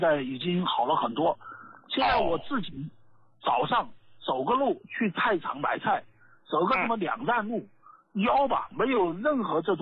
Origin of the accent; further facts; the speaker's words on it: Mianyang, Sichuan, China; 以前在我们这，因为我是四川绵阳这边的朋友，在我们绵阳这边中心医院，我也治疗过很多次。